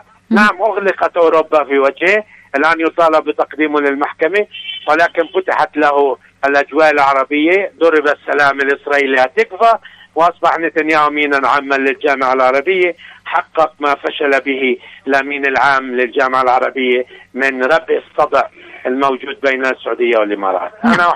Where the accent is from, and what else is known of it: Yemen